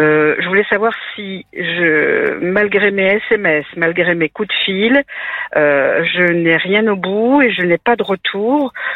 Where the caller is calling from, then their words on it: Normandy, France; Moi j'habite en Normandie